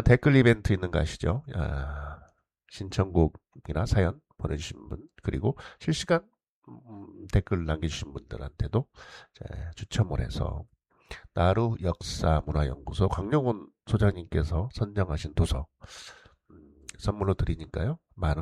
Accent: South Korea; 저는 한국 사람

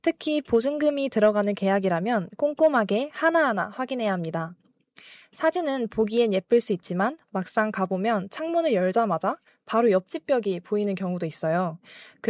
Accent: South Korea; 한국인으로서

